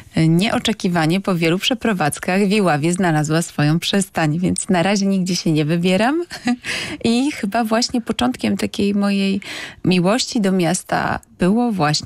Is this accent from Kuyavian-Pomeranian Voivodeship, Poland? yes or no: yes; Śliwice, Kuyavian-Pomeranian Voivodeship, Poland; wzorowałam się bardzo na miejscowości, z której pochodzę, z Borów Tucholskich, ze Śliwic.